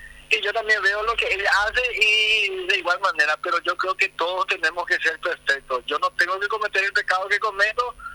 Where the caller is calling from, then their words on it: Itapúa, Paraguay; estoy llamando desde Itapúa, desde Lira.